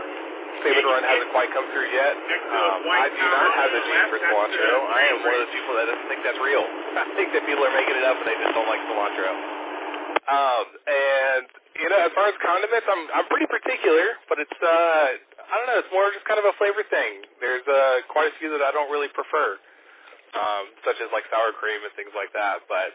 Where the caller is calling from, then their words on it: Alaska, United States; I am from Alaska, up in central Alaska, just down to the coast